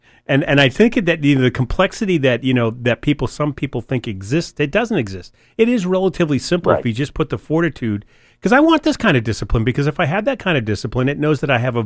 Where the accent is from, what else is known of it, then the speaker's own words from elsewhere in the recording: Portsmouth, New Hampshire, United States; I grew up in Portsmouth. I voted in Portsmouth.